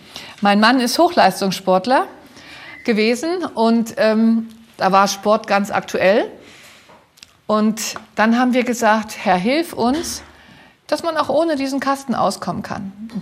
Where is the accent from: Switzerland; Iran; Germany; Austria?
Germany; East Germany; Und von dort, wo ich herkomme, haben wir keine Ellen White Bücher groß gehabt in der ehemaligen DDR.